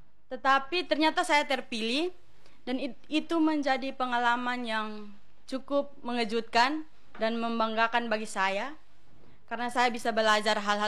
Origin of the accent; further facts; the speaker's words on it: Eban, East Nusa Tenggara, Indonesia; Saya berasal dari Eban.